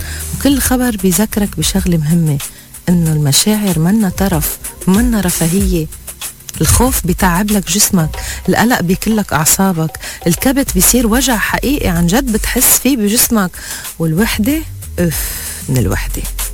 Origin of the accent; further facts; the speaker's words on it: Lebanon; نحنا إذا كلبنانية